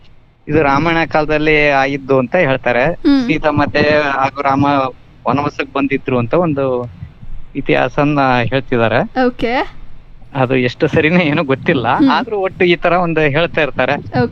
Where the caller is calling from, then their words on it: Karnataka, India; ಬಂಜೆಗರ ಸಮಾಜದವರೆಲ್ಲ ಸೇವಲಾಲ್ ಗುರುಗಳಾದ ಒಂದು ಜನ್ಮಸ್ಥಳ ಇರತಕ್ಕಂತ ನಮ್ಮ ನ್ಯಾಮತಿ ತಾಲೂಕು